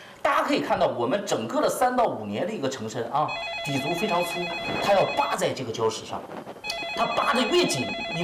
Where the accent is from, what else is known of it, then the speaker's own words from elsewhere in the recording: Dalian, Liaoning, China; 用我们大连话说是非常非常肥的